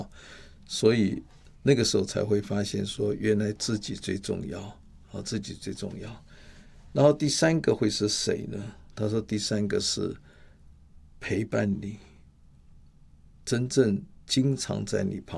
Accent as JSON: {"language": "Chinese", "country": "Taiwan"}